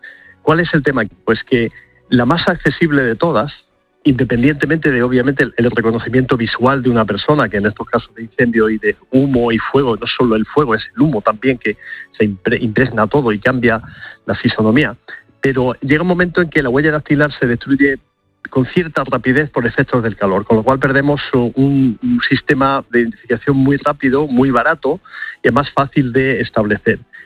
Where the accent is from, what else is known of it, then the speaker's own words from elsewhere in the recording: Almería, Andalusia, Spain; en este caso concreto de Almería, que por cierto es mi tierra y no, vengo muy lejos de por allí, sí, de mi querida Almería